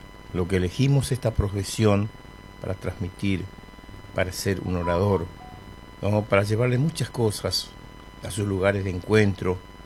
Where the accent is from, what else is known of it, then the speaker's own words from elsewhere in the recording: Chaco, Argentina; moved away; En la provincia, en mi pueblo, en el Chaco